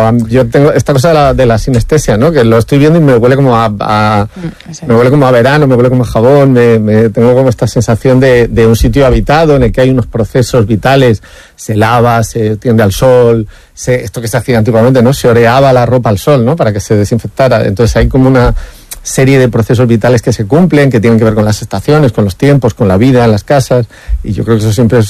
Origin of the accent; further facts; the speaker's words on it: Almería, Andalusia, Spain; mi adolescencia, de mi infancia en Almería, que era incluso casi peor que Madrid, porque era mucho más la periferia de la periferia de la periferia.